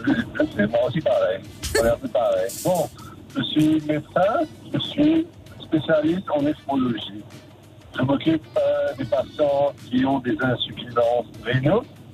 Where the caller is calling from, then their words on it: Port Louis, Mauritius; J'habite à Port-Louis, je travaille dans le sud